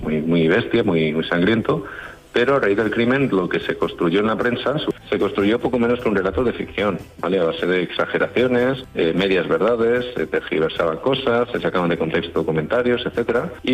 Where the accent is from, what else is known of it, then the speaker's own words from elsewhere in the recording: Extremadura, Spain; Soy extremeño, como tía, de la Sierra de Gata